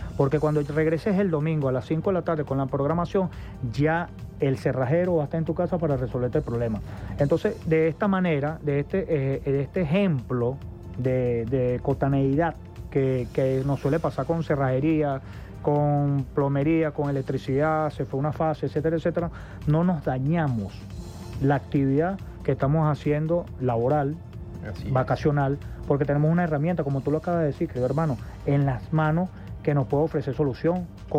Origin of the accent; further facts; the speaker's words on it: La Guaira, Venezuela; soy de La Guaira, me duele La Guaira, y no solamente eso, me duele Venezuela.